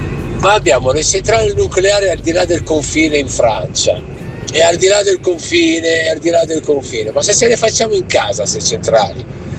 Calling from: Milan, Lombardy, Italy; da Milano

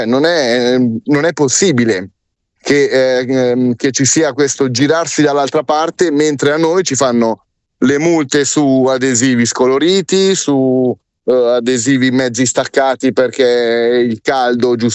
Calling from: Milan, Lombardy, Italy; Noi che siamo del Comune di Milano

